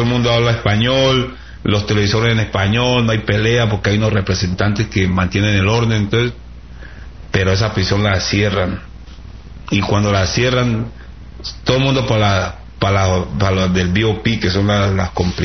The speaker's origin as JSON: {"language": "Spanish", "country": "Colombia", "said": "Porque estoy solo, sí, soy yo colombiano ahí"}